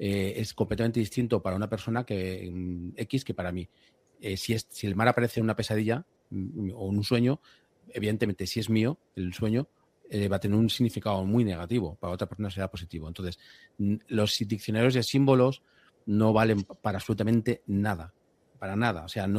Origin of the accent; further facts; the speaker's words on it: Madrid, Community of Madrid, Spain; yo soy una persona que no soy de costa, soy de Madrid